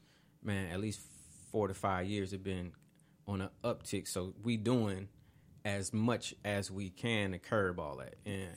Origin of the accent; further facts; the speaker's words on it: Rantoul, Illinois, United States; now in Champaign, United States; Rantoul for middle school and high school, and I've been in Champaign ever since.